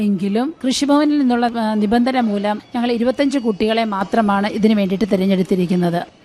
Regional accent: Kollakadavu, Kerala, India; കൊല്ലകടവാണ് എന്റെ സ്വദേശം. വെൺമണിയോട് ചേർന്ന് കിടക്കുന്ന ഒരു പ്രദേശമാണ്. ഈ രണ്ട് പ്രദേശങ്ങളും കാർഷിക വൃത്തിയിൽ ഏർപ്പെട്ടിരിക്കുന്ന ജനങ്ങളാൽ നിബിഡമായ സ്ഥലമാണ്.

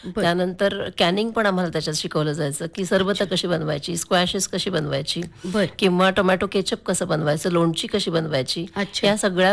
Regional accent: Talegaon, Maharashtra, India; moved away as an adult; माझं माहेर तळेगावचं आहे, त्याच्यामुळे मी तळेगावहून पुण्याला कॉलेजला जायचंय.

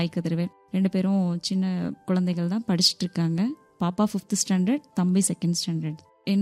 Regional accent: Palani, Tamil Nadu, India; என்னுடைய சொந்த ஊர் பழனி. நான் பிறந்து வளர்ந்தது எல்லாமே வந்து பழனி தான். பழனி வந்து எனக்கு ரொம்ப பிடிச்ச ஊர்.

